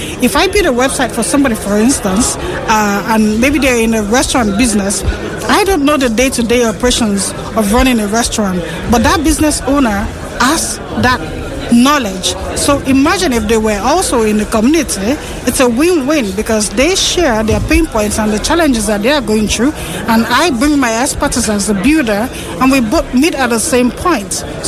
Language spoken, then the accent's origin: English; Nigeria; now in Albania; I'm from Nigeria, but I live in Albania. And I'm here in Austria